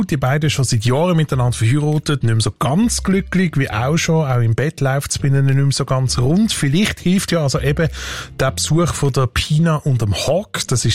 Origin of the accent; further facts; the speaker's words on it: Switzerland; Der Film hat es tatsächlich schon mal gegeben, auch bei uns in der Schweiz.